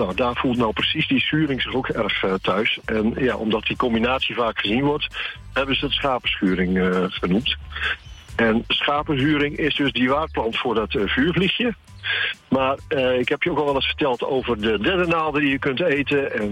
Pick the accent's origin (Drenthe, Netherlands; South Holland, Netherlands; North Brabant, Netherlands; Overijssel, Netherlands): Overijssel, Netherlands; Almelo; ik kom zelf uit Almelo.